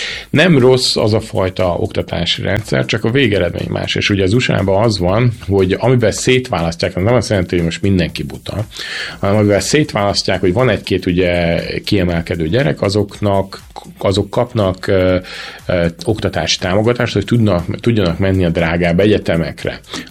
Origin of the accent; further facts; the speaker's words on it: Hungary; first language Hungarian; moved away as an adult; now in United States; én nagyon örülök neki, hogy Magyarországon születtem, itt tanultam